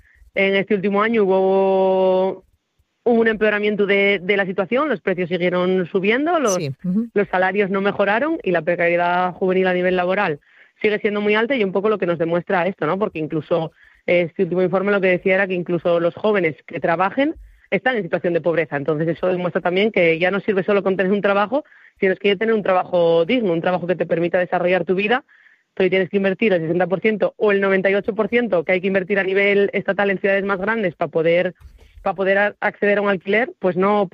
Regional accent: Asturias, Spain; en Asturias ahora mismo y emanciparse o adquirir una vivienda o un alquiler en Asturias, pues no somos precisamente los asturianos y asturianes.

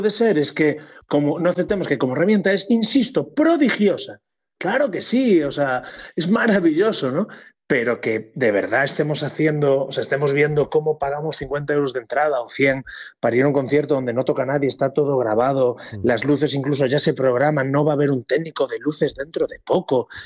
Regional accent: Galicia, Spain; moved away; Latinoamérica es algo que donde me siento en casa como buen gallego migrante y donde siempre me han tratado muy bien

